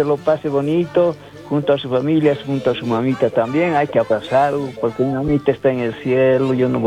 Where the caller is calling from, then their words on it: Oruro, Bolivia; mamás de Oruro, de mi pueblo Alto Saucarí, de toda Bolivia en general